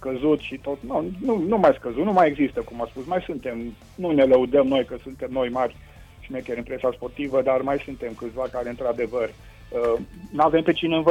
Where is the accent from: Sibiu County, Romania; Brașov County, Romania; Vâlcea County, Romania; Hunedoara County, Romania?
Hunedoara County, Romania; Deva; moved away as an adult; now in Arad, Romania; Pentru că eu sunt din Dev